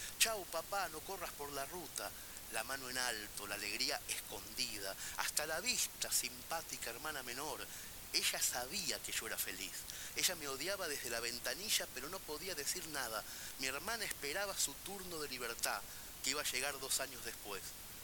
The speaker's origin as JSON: {"language": "Spanish", "town": "Mercedes", "region": "Buenos Aires Province", "country": "Argentina", "tie": "born or raised there", "said": "En mi pueblo natal, en Mercedes, solamente nos quedábamos los peores, los que no estudiábamos nunca en invierno y teníamos que rendir una docena de materias."}